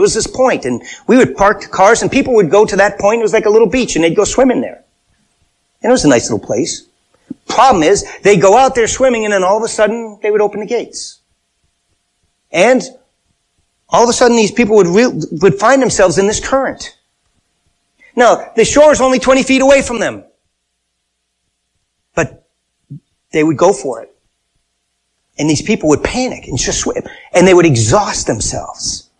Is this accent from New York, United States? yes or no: no; Wilbraham, Massachusetts, United States; Where I grew up in Wilbraham, upstream from where I was, because I grew up along this river, there was a hydroelectric plant.